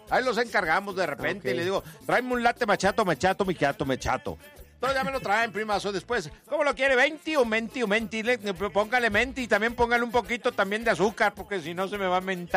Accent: Saltillo, Coahuila, Mexico; Por supuesto que … porque Saltillo, Coahuila es mi tierra. ¡Saltillo, Saltillo! ¡Ay, qué lindo es Saltillo! Yo soy Saltillo, Coahuila, estamos cerquita ahí del Monterrey, mijo, ahí del Cerro de la Silla.

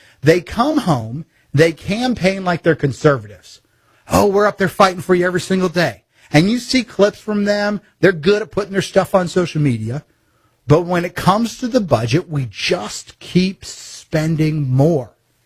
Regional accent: Missouri, United States

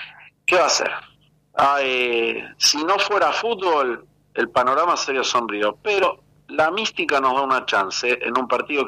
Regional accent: Argentina

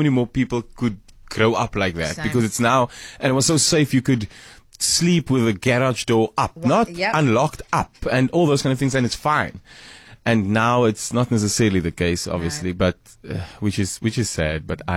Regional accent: Malmesbury, Western Cape, South Africa; I can remember growing up in Malmesbury, I couldn't have asked for a better place to grow up.

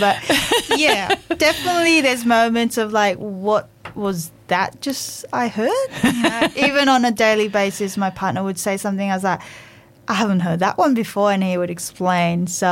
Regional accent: England, United Kingdom; moved away as an adult; also born or lived in United States; now in Australia; I grew up in England and studied in the States. So, as you can hear, my English, I don't have a problem in communication.

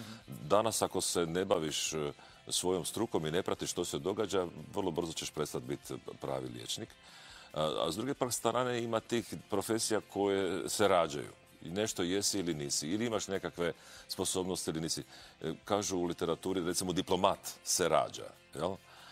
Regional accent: Slavonia, Croatia; also born or lived in Imotski; Ja sam list iz Slavonije.

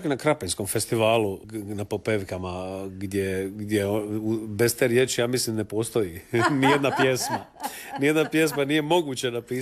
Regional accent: Tribunj, Šibenik-Knin County, Croatia; Ja sam se družil sa Zarepčancima još dok sam bil mali v Tribunju.

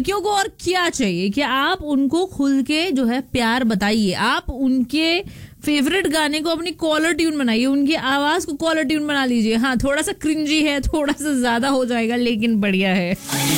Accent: Bhopal, Madhya Pradesh, India; now in Qatar; And मैं भोपाल से हूँ.

